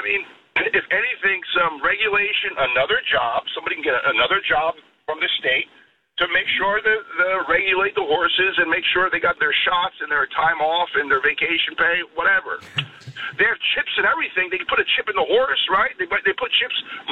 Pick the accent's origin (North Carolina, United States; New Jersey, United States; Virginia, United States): New Jersey, United States; I'm from New Jersey, by the way, so I'm going.